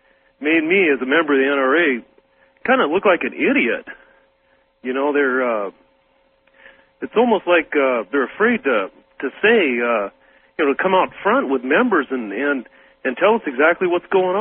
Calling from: Tacoma, Washington, United States

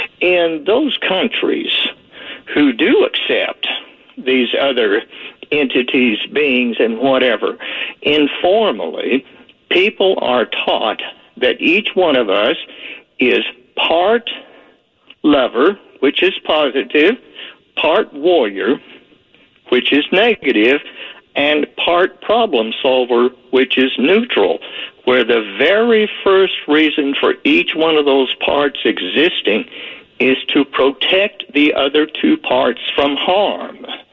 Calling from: Virginia, United States; the blind man from Virginia.

